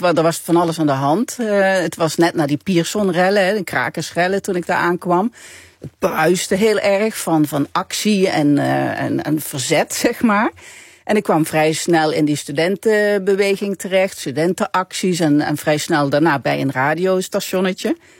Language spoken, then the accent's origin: Dutch; Limburg, Netherlands; Ik zag de Keverbergen, dat is waar ik opgegroeid ben. Zo heette die hoeve. Ik zag Simpelveld en ik zag Texel.